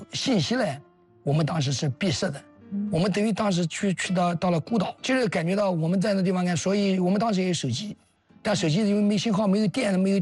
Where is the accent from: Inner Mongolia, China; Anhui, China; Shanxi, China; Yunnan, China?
Anhui, China; 我们安徽人是真的实在